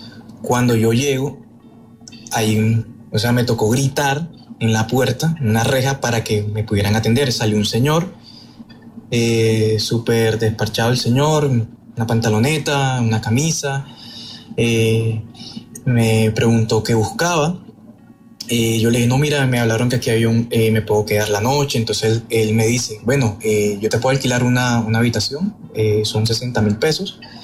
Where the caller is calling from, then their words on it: Barranquilla, Atlántico, Colombia; te hablo de Barranquilla